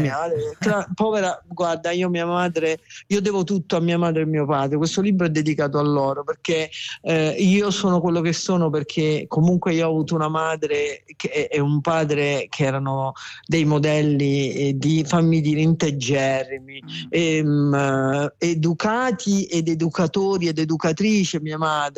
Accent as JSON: {"language": "Italian", "town": "Portici", "region": "Campania", "country": "Italy", "said": "io sono di Portici"}